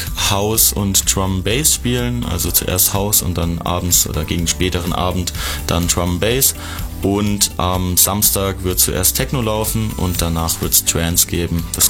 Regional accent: Kaiserslautern, Rhineland-Palatinate, Germany; weil wir auch aus Lautern kommen

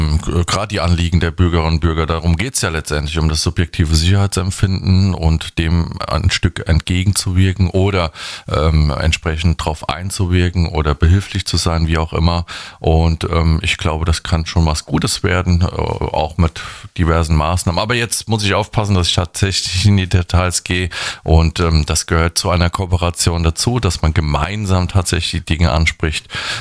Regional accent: Bad Kreuznach, Rhineland-Palatinate, Germany; Ich bin ja in Winzenheim groß geworden

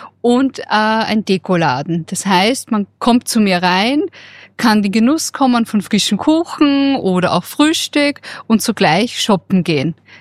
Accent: Vienna, Austria; moved away as an adult; now in Gramais, Austria; Also ich komme ursprünglich aus Wien, also die größte Gemeinde Österreichs, und bin quasi der Liebe wegen in die kleinste Gemeinde Österreichs gelandet.

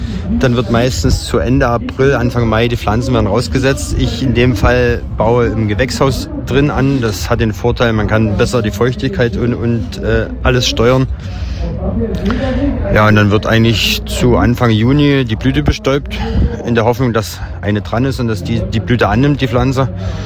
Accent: Groß-Thiemich, Brandenburg, Germany; Ich komme aus Groß-Thiemich, das ist in Südbrandenburg an der Grenze zu Sachsen.

